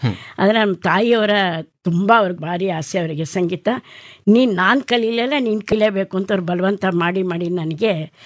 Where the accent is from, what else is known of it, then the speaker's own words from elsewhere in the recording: Mysore, Karnataka, India; ಮೂಲತಃ ನಾನು ಹುಟ್ಟಿ ಬೆಳೆದಿದ್ದೆಲ್ಲ ಮೈಸೂರು, ಆದ್ರೆ ನಮ್ಮ ತಂದೆಯವರೆಲ್ಲ ಇದ್ದಿದ್ದು ಅರಕಲಗೂಡು ತಾಲೂಕಿನ ರುದ್ರಪಟ್ಟಣಂ ಗ್ರಾಮದಲ್ಲಿ.